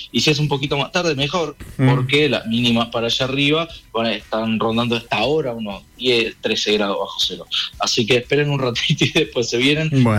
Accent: Buenos Aires, Argentina; moved away; acuérdense que yo soy de Buenos Aires

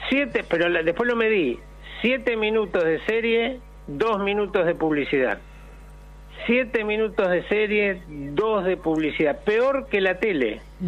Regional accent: Argentina

